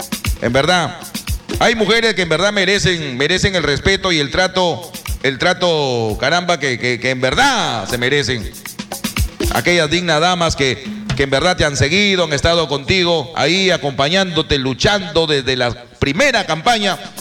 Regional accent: Negritos, Piura, Peru; born there; Yo soy nacido en Negritos, soy negriteño de nacimiento. Nací en el Hospital San José de Negritos. Gracias a mis padres que vinieron desde muy lejos. Se asentaron en Negritos, en la capilla.

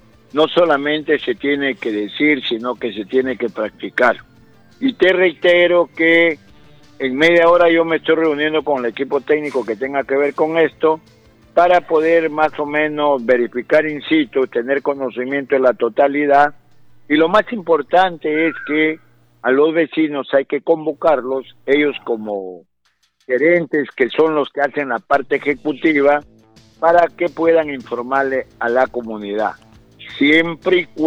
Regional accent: Monsefú, Lambayeque, Peru; como dicen en mi pueblo de Musefú, al grano.

